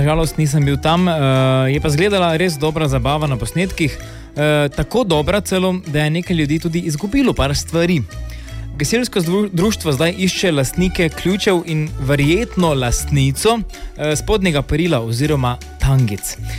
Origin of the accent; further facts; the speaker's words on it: Zgornja Polskava, Drava, Slovenia; To soboto je v mojem domačem kraju na Zgornji Polskavi potekala veselica, letos posebno ob 100. obletnici gasilskega društva.